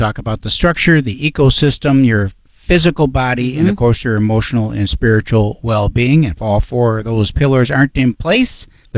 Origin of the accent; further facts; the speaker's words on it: Minnesota, United States; we're living and working in Minnesota our whole life.